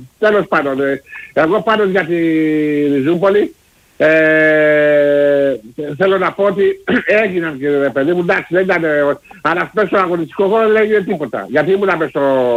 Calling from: Petroupoli, Attica, Greece; Είμαι από Πετρούπολη.

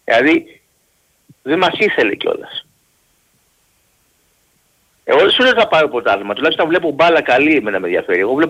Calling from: Ymittos, Attica, Greece; Είμαι από τον Ημιτό

